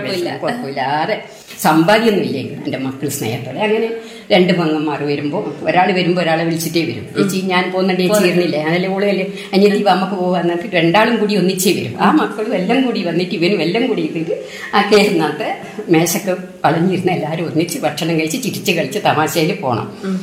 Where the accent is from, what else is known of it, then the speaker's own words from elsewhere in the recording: Pariyaram, Kerala, India; എന്റെ നാട് പരിയാരത്ത